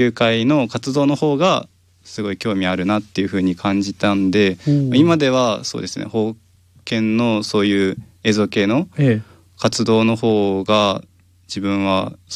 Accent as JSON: {"language": "Japanese", "region": "Fukuoka", "country": "Japan", "tie": "born or raised there", "also_born_or_lived": "Oita / Okinawa", "said": "私が両親がもともと沖縄の人で、父親の方が転勤族で、なので生まれが大分で、中学校まで福岡で育って、高校の3年間は沖縄に引っ越して沖縄で過ごしてみたいな。"}